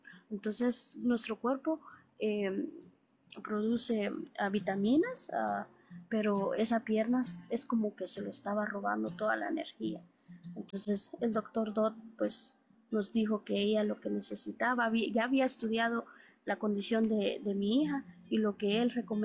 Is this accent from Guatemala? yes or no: yes; Guatemala; moved away as an adult; now in Nebraska, United States; Venimos de Ames, Nebraska, está cerca aquí de Fremont. Somos de Guatemala. Viajamos para acá a Estados Unidos